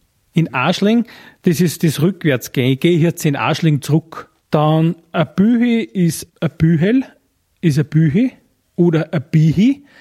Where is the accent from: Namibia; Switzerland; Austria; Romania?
Austria; Salzkammergut; Und Geschmoh ist bei uns in Salzkammergut was Nettes, Angenehmes.